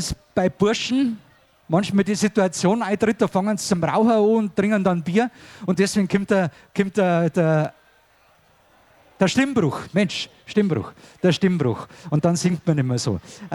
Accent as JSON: {"language": "German", "region": "Bavaria", "country": "Germany", "accent": "Lower Bavarian", "said": "Teilweise habe ich ein Problem, gell, mit meinem niederbayerischen Dialekt. Das ist der Migrationshintergrund bei mir."}